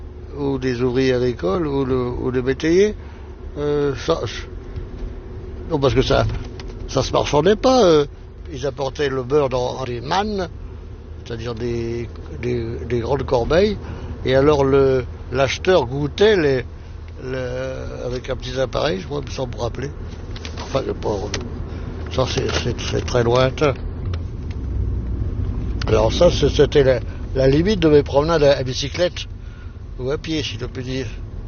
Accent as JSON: {"language": "French", "town": "Paris", "region": "Île-de-France", "country": "France", "tie": "born there"}